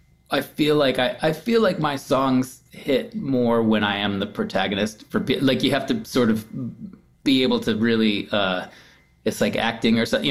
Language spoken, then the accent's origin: English; Midwest, United States; growing up in the Midwest